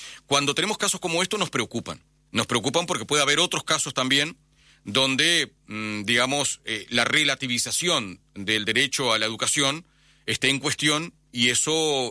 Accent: Uruguay; yo mismo soy del interior.

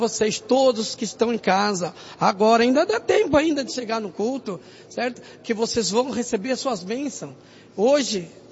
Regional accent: Poá, São Paulo, Brazil

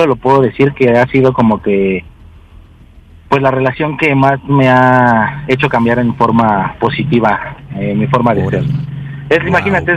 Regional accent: Iztapalapa, Mexico City, Mexico; Mira, tengo 31 años y soy de Iztapalapa.

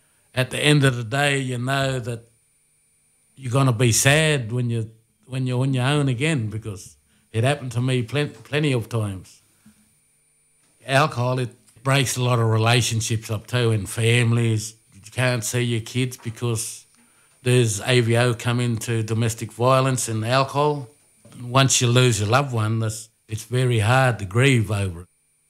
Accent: Brewarrina, New South Wales, Australia; I'm from Bree Warrina. My tribe is Murawari.

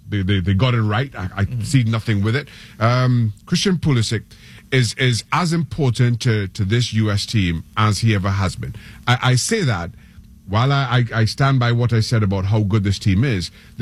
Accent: Trinidad & Tobago; And listen, I am not American. I grew up in Trinidad and Tobago. I played my football there.

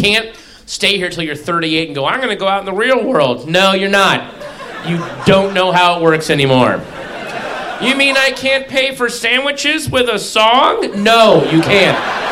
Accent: Sterling, United States; But now I love the fact that I grew up in Sterling. I really do. I'm so happy.

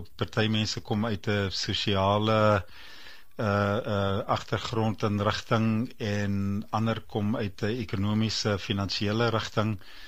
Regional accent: Komga, Eastern Cape, South Africa; moved away as an adult; also born or lived in Stellenbosch / United States; Ek het groot geword in die Oos-Kaap, 'n klein plekkie met die naam Komga.

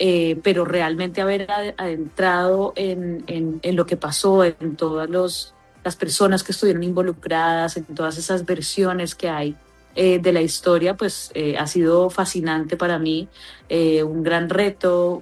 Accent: Colombia; Como colombianos, que podamos mirar esas heridas y poder dialogar

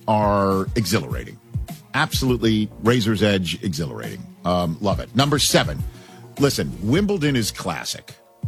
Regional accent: New York, United States; But I'm a New Yorker.

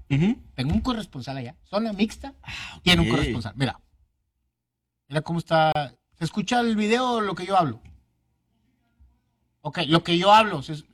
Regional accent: Mexico; No quiso venir acá a Monterrey. Porque somos mexicanos.

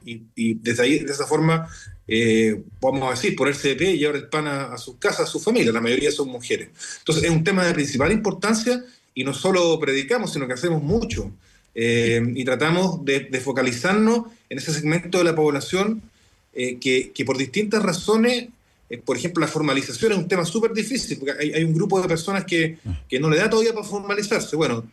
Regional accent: Chile; somos los chilenos y chilenas, quienes vivimos acá

